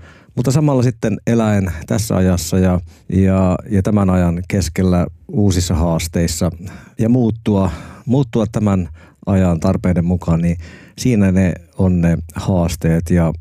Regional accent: Alajärvi, South Ostrobothnia, Finland; Alajärvi Pohjanmaalla.

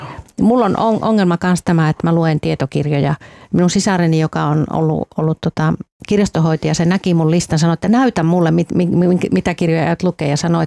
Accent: Helsinki, Uusimaa, Finland

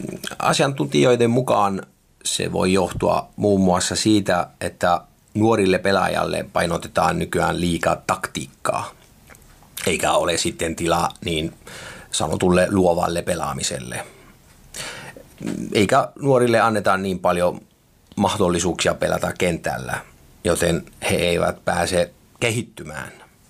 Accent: Arezzo, Tuscany, Italy; first language Italian; Finnish is a second language; moved away as an adult; now in Rovaniemi, Finland; kotikaupunkini Arezzon joukkueen seuraamiseen.

